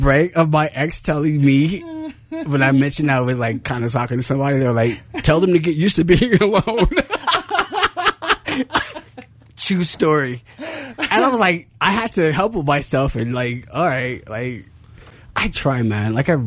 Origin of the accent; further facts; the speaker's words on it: Los Angeles, California, United States; Yo, I'm from Los Angeles, California, L.A., the city of angels, a.k.a. the city of lost angels.